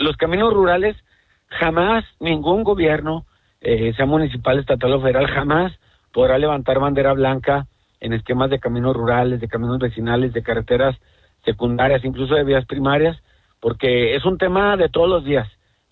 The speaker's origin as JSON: {"language": "Spanish", "country": "Mexico", "said": "le hablo como mexicano"}